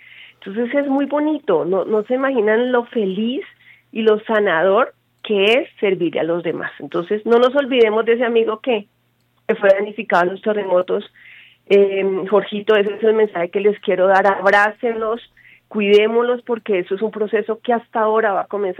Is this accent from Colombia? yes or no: yes; Colombia; lo que somos colombianos, emprendedores, colaboradores